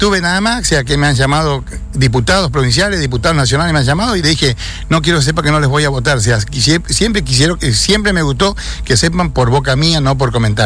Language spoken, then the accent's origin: Spanish; Argentina; Soy argentino, o sea, argentino de ley